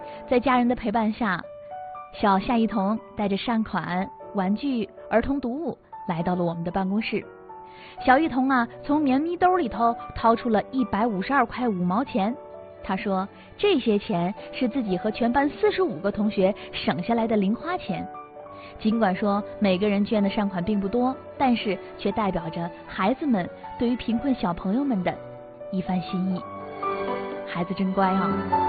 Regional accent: Northeast China, China

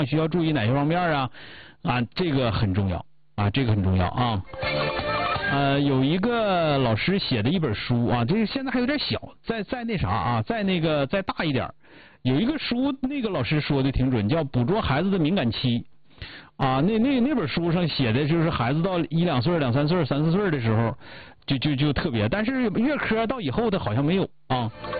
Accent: Northeast China, China; 反正我看着是咱们东北人，反正都粗了点，不像人家那么细致啊

